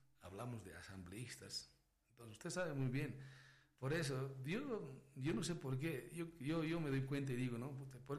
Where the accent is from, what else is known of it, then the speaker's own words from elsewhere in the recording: Potosí, Bolivia; somos potosinos